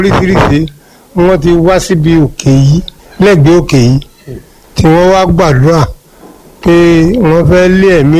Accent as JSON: {"language": "Yoruba", "town": "Igbeti", "region": "Oyo", "country": "Nigeria", "said": "mo ní ìjọ ọmọ bí mo wà ní olóhùn mọ̀ pé ìgbẹ́tì ni mo ti wá"}